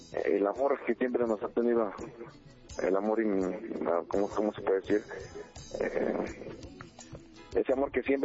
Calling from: Nezahualcóyotl, State of Mexico, Mexico; De aquí, de Mesa.

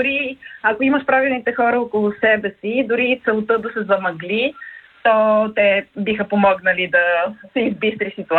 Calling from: Sofia, Sofia City, Bulgaria; съм от София

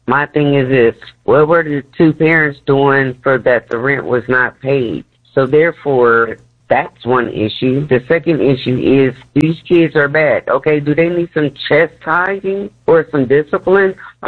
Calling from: Columbus, Ohio, United States; I'm calling from Columbus, Ohio

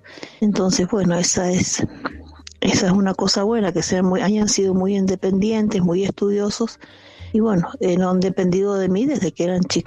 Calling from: Mendoza, Argentina; yo soy de Mendoza, vivo en sobre Ruta Panamericana, en Chacras de Coria. Vivo en la montaña en este momento, en un lugar bastante alejado, solitario, hermoso, me siento bien, vivo sola.

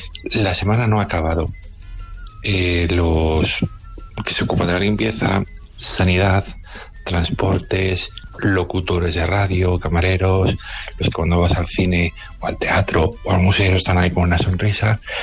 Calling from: Alcorcón, Community of Madrid, Spain; de Alcorcón.

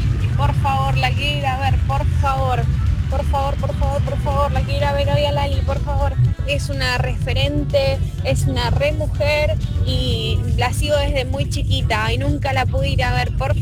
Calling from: Lanús, Buenos Aires Province, Argentina

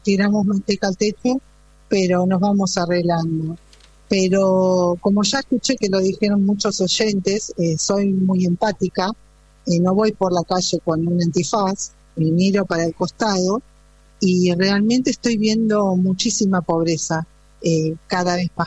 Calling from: Avellaneda, Buenos Aires Province, Argentina; Yo vivo en Avellaneda. Vivo en Avellaneda Centro, sí, así es.

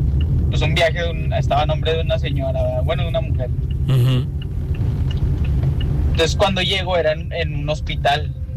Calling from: Apodaca, Nuevo León, Mexico; yo vivo en Apodaca

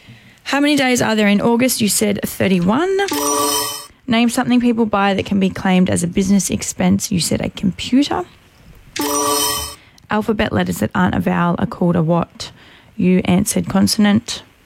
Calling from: Mission Beach, Queensland, Australia; I'm listening from Mission Beach this morning.

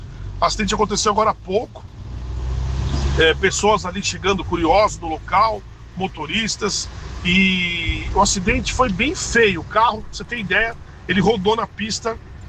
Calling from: São Paulo, Brazil; Eu falo aqui do Jaraguá, né?

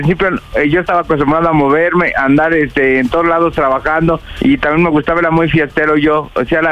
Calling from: Mexico City, Mexico; tengo 43 años y soy de la Ciudad de México, alcaldía Miguel Hidalgo.

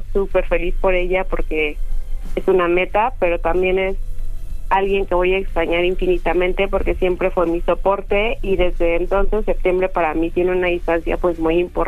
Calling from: Tlalnepantla, State of Mexico, Mexico; los escucho desde Tlalnepantla.

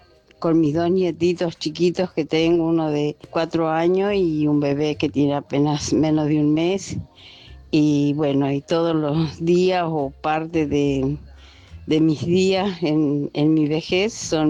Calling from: Fátima, Buenos Aires Province, Argentina; yo llamo acá desde Fátima, partido de Pilar

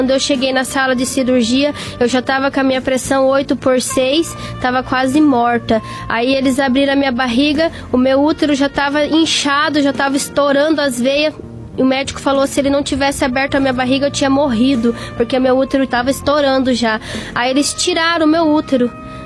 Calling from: Curitiba, Paraná, Brazil; sou da cidade de Curitiba.

